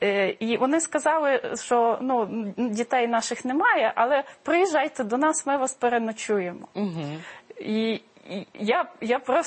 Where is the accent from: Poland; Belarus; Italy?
Poland; Warsaw, Masovian Voivodeship; Ukrainian is a second language; moved away as an adult; now in Lviv, Ukraine; саму Варшаву, мою рідну Варшаву, яка дуже сильно помінялася за тих 20 років, коли я там не живу